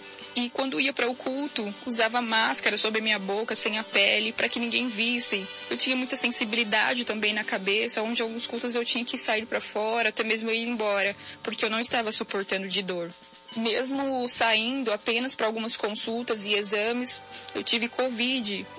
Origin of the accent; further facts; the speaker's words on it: Lençóis Paulista, São Paulo, Brazil; Paz do Senhor, irmãos … tenho 28 anos, cidade de Lençóis Paulista, São Paulo, e sou da Igreja Pentecostal Deus de Amor desde o meu nascimento.